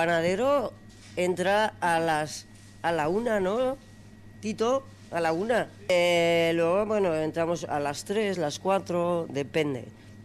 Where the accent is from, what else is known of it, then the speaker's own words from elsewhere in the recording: Navarre, Spain; moved away as an adult; now in Vitoria, Spain; yo estoy en Vitoria desde los 20 años. Sí, bueno, soy navarra, pero bueno, soy vitoriana. Llevo más tiempo viviendo en Vitoria que en mi pueblo, aunque tengo allí la casa y voy al pueblo. Pero bueno, yo vivo aquí